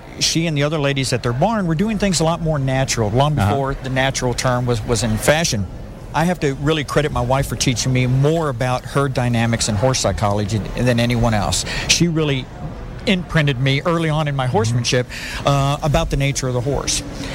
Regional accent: Tampa, Florida, United States; also born or lived in Texas / Oklahoma; Originally from Florida. I guess we would call Tampa, Florida home, but the beach is from Florida. I'm just a Cuban beach boy.

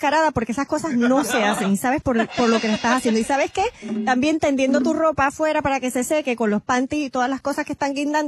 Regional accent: Toa Alta, Puerto Rico; Yo crecí en Toalta, en una casita de madera, no había dinero, no había puertas.

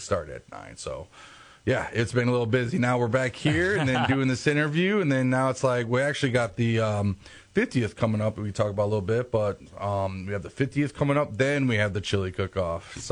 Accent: Jackson, Michigan, United States; now in Detroit, United States; I went to Jackson College for Culinary Arts and graduated from there. Currently at Henry Ford in Detroit right now, trying to work on my four-year degree, but finish that out. But I've been born and raised in J

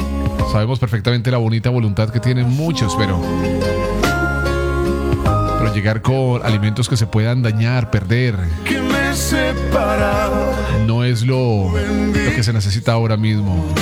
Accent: Cali, Valle del Cauca, Colombia; como caleños, como vallecaucanos.

